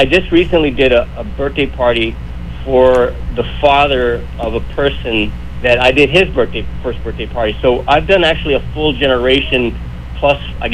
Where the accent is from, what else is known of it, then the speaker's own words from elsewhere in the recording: Philippines; born there; Well, I was born in the Philippines. My father was military, and so a lot of people, you know, when I say I was born in the Philippines, they think I'm Filipino, which I'm not.